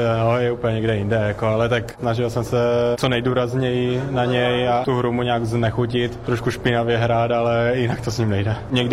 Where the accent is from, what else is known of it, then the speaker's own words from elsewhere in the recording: Mikulovice, Olomouc Region, Czechia; z malé vesnice z Mikulovic, kluk